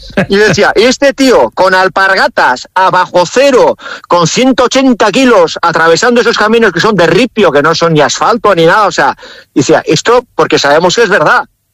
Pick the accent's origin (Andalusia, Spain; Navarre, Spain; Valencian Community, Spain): Navarre, Spain; Para empezar, un navarro nunca retrocede. Como mucho, se gira y sigue caminando. Eso somos así los navarros.